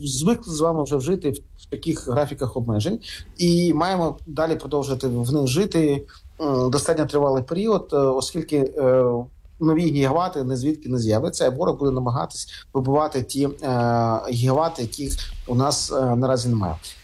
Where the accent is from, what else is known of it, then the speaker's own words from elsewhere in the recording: Kharkiv Oblast, Ukraine; це або моя рідна Харківщина